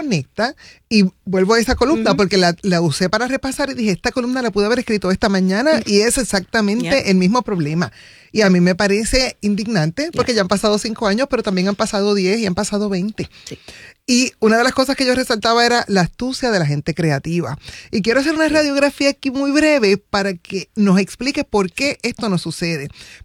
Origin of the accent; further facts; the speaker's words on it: Caguas, Puerto Rico; Yo soy de una urbanización clase media en Caguas